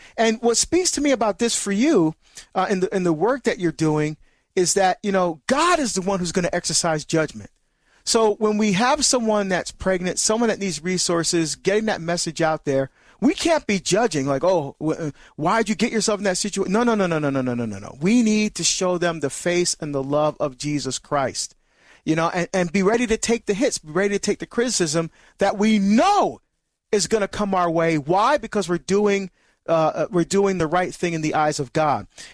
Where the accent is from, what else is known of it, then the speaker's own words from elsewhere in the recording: New Jersey, United States; I get to go to my home state of New Jersey